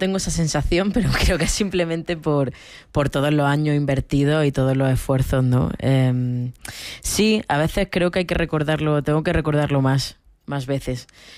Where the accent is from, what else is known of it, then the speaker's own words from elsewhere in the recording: Níjar, Andalusia, Spain; recuerdo el día que llegué a Níjar con 3 años. Sí, estuve pues toda mi infancia y la mayor parte de mi adolescencia en Níjar y mi familia sigue viviendo allí.